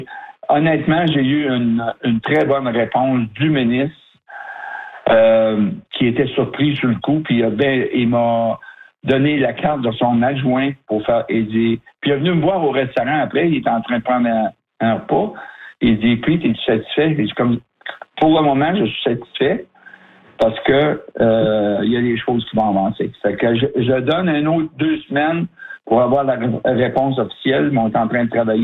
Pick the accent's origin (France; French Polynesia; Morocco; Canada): Canada; Hearst, Ontario; Bien, certainement, moi j'ai un projet chez nous à Hearst